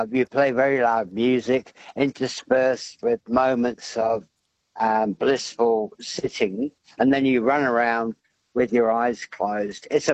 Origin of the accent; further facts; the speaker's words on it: Ireland; I'm an Irishman, and I'm very happy about that.